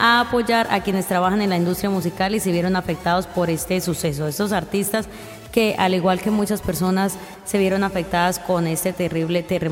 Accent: Colombia; viven en cada uno de nosotros como colombianos

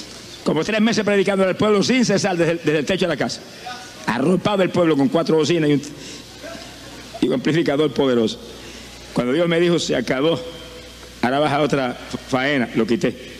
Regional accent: Camuy, Puerto Rico; Yo viví 35 años perdido en mi pueblo de Camuy.

